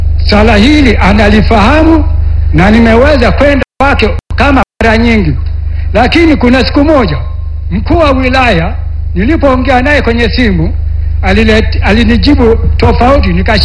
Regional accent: Minyenga, Tanzania; Natoka kijiji cha Minyenga. Kata Kiungu.

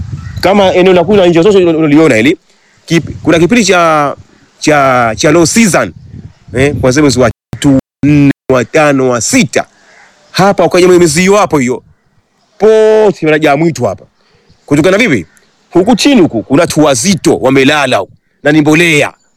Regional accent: Kizimkazi, Zanzibar South, Tanzania; born there

